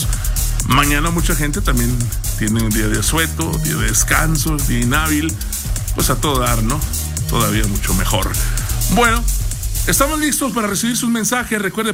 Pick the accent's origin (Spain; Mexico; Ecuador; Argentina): Mexico; Nos importa que somos mexicanos y hay que sentir eso en la piel, de verdad.